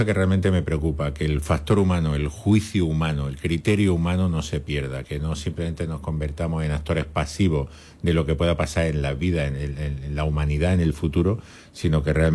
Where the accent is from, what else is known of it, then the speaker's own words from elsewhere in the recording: Granada, Andalusia, Spain; born there; now in Almería, Spain; yo nací en Granada, pero ya me siento un almeriense más, probablemente más almeriense que cualquier almeriense